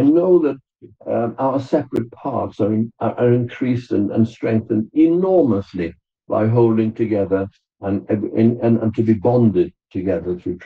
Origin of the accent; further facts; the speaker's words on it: Wales, United Kingdom; I'm a Welshman